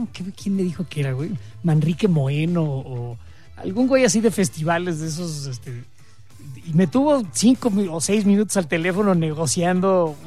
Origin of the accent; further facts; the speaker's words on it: Mexico; ¿Por qué somos así los mexicanos?